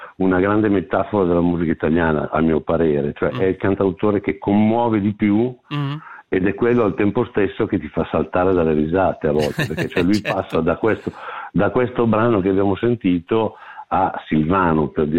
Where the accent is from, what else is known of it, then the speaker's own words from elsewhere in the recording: Milan, Lombardy, Italy; io poi parlo da milanese e sono un po' di parte